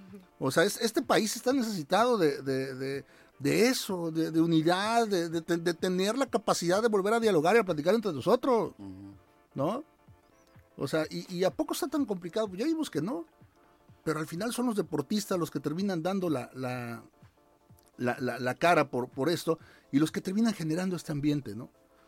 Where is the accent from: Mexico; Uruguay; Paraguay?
Mexico; así somos los mexicanos